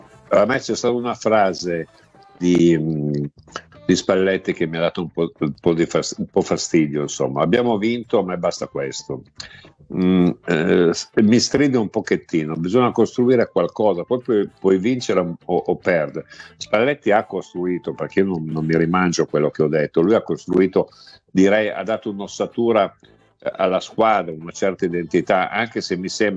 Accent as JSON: {"language": "Italian", "region": "Piedmont", "country": "Italy", "said": "Ma sai, io sono piemontese e come tu sai, Paolo, in Piemonte ci sono tantissimi tifosi del Toro"}